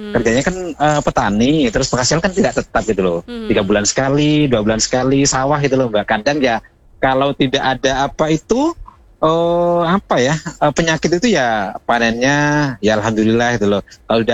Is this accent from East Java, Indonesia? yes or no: yes; Kalibaru, East Java, Indonesia; Di daerah ini, daerah Banyuwangi. Saya asli Kalibaru.